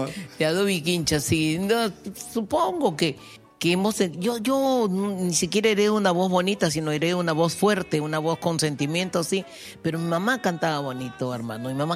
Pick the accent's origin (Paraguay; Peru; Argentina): Peru; Barranco, Lima; born there; Yo nací en Barranco, en Avenida Surco 410, en un modesto callejón en el interior.